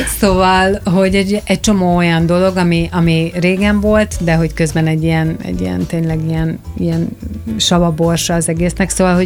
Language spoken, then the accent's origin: Hungarian; Budapest, Hungary; born there; valamelyest én is onnan származom, uh-huh. vagy hát a nagyszüleim, mert én már Budapesten születtem